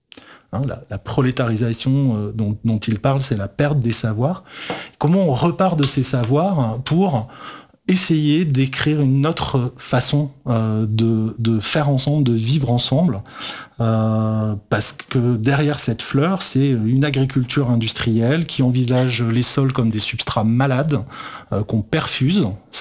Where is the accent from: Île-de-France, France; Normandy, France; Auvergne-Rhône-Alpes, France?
Île-de-France, France